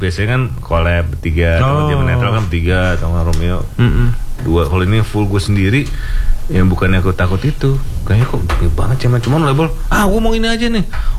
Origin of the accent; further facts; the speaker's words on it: Jakarta, Indonesia; born there; Gue sih emang orang Jawa, bapak ibu gue Jawa. Jadi, ibu Solo, bapak Jember. Cuma gue lahir di Jakarta, jadi Betawi, jadi Betokawin.